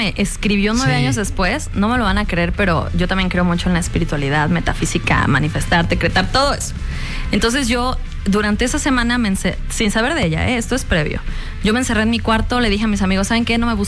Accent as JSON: {"language": "Spanish", "town": "Ángel R. Cabada", "region": "Veracruz", "country": "Mexico", "said": "Yo soy de un pueblito en Veracruz que se llama Ángel R. Cavada, Veracruz."}